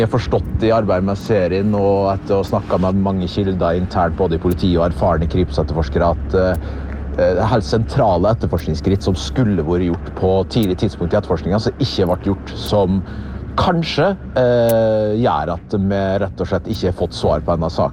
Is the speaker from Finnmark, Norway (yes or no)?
no; the district, Møre og Romsdal, Norway; also born or lived in Molde; en fast lytter som hadde hørt på dialekten min at vi var fra distriktet.